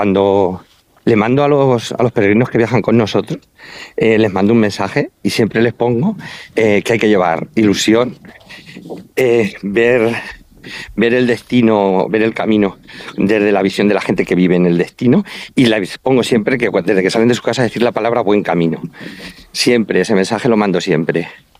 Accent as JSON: {"language": "Spanish", "town": "Santa Cruz de los Cáñamos", "region": "Castilla-La Mancha", "country": "Spain", "lives_now": "Albacete, Spain", "said": "soy muy manchego. Yo soy de Ciudad Real, un pueblo que se llama Santa Cruz de los Cáñamos, pero vivo en Albacete."}